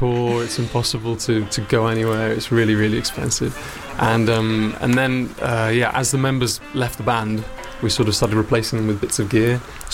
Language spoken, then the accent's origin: English; Brighton, South East England, United Kingdom; born there; also born or lived in Manchester; now in northern Italy; I was born and raised in Brighton, although I lived for quite a few years in Manchester.